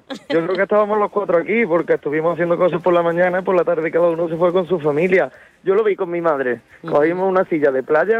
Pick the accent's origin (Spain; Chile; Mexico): Spain; El Carpio, Andalusia; nosotros somos de la España rural, como dicen algunos, ¿no? Nosotros somos del Carpio, un pueblecito pequeño de 4.000 habitantes, y no nos vamos a mover de aquí.